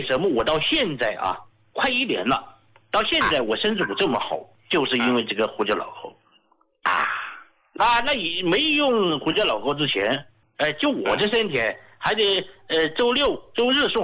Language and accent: Chinese; Sichuan, China; accent: Sichuanese; 用我们四川话讲呢，那睡的踏实了。